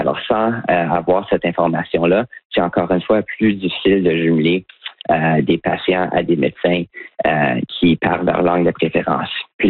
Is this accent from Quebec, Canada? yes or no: no; Ottawa, Ontario, Canada; Oui, moi j'ai grandi à Ottawa, puis j'ai fait la plupart de mes études en français